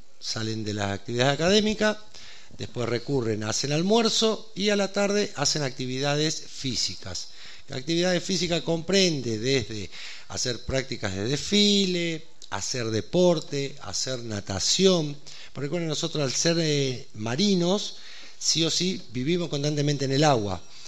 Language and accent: Spanish; Godoy Cruz, Mendoza, Argentina; moved away; Yo soy de acá de Mendoza, soy oriundo de Godoy Cruz y ya me fui hace 30 años de acá.